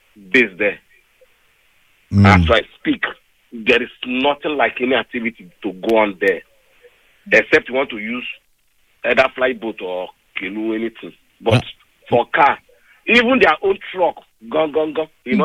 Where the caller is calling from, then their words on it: Lagos, Nigeria; I'm calling from Alagbado.